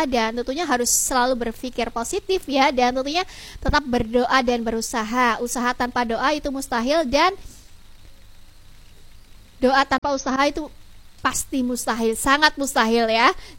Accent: Lamongan, East Java, Indonesia; kita ya, warga Lamongan

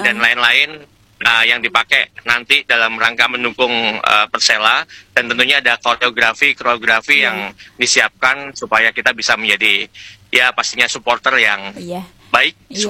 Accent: Lamongan, East Java, Indonesia; ini adalah kebanggaan kita, warga Lamongan.

